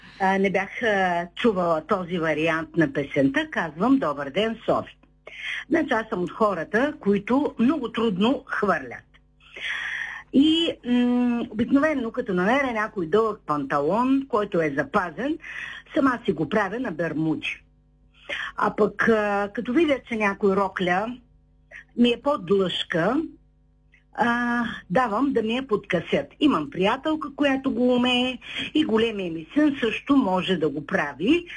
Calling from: Shumen, Shumen Province, Bulgaria; съм от Шумен.

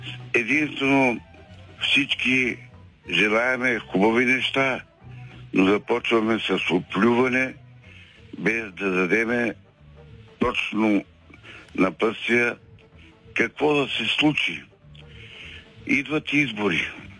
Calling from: Teteven, Lovech Province, Bulgaria; от Тетевен.

